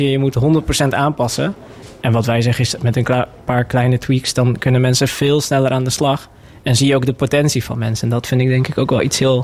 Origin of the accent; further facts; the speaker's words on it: 's-Gravenpolder, Zeeland, Netherlands; Toen we naar Nederland kwamen, ben ik in Schravenpolder opgegroeid.